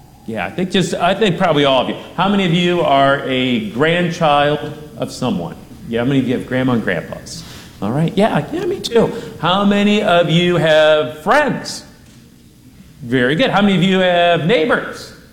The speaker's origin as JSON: {"language": "English", "country": "United States", "said": "How many of you are Americans? Yeah, me too. So we live here in the United States of America."}